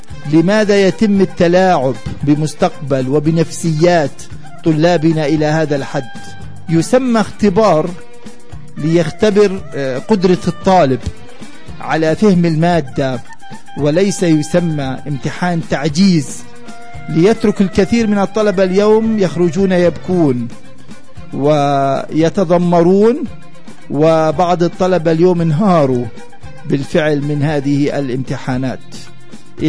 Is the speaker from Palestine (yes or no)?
yes; Palestine; تؤثر علينا كفلسطينيين نعيش على هذه الأرض المباركة